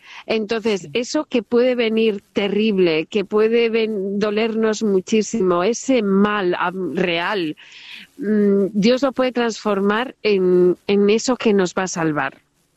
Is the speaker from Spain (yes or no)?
yes; Spain; decimos aquí en España